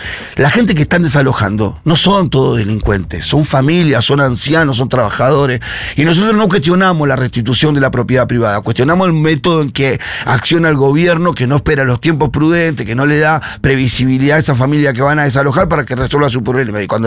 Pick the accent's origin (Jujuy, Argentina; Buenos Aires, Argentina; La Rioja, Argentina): Buenos Aires, Argentina; nosotros nacimos acá. Estamos acá hace casi, te diría, 80 años que estamos en esta ciudad de Buenos Aires. Mi familia hace 5 generaciones que vive en esta ciudad de Buenos Aires.